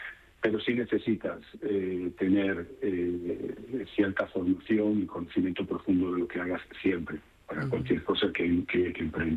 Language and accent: Spanish; Galicia, Spain; Yo soy gallego 100%, ¿sabes?